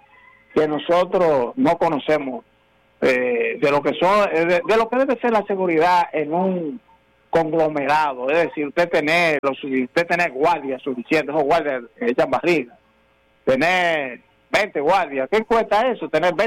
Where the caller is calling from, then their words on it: Dominican Republic